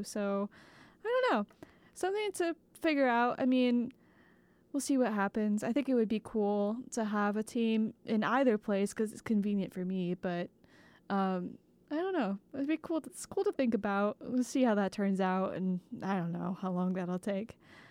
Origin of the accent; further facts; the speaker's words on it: Houston, Texas, United States; moved away as an adult; now in Austin, United States; I'm from Houston, and I mean, I've lived in Austin for 4 years now going to UT.